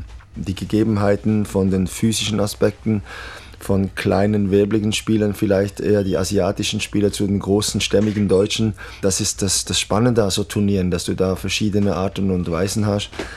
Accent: Italy; dann blutet mir das Herz als Italiener

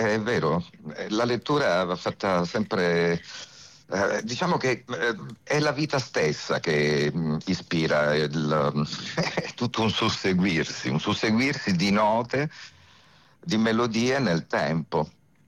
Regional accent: Crotone, Calabria, Italy; moved away as an adult; also born or lived in Florence; now in Rome, Italy; Io sono partito da Crotone, come dicevi tu, dalla Calabria, per dedicarmi completamente alla musica. E prima mi sono trasferito a Firenze, dove ho fatto l'università

